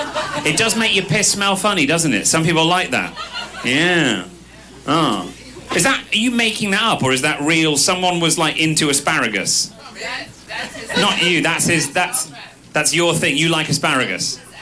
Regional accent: United Kingdom; I'm British.

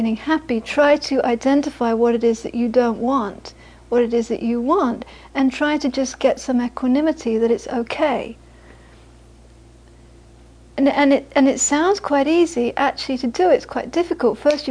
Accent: India; moved away; also born or lived in Florida; experience of being 7 years in Florida, because I'm coming from India

